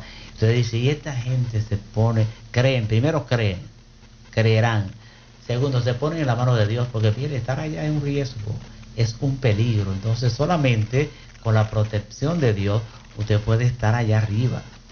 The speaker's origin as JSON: {"language": "Spanish", "country": "Dominican Republic"}